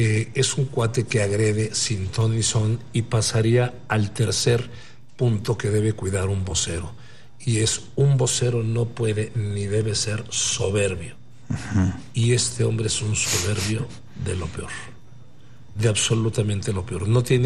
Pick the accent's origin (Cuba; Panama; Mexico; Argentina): Mexico; como mexicano, me siento denigrado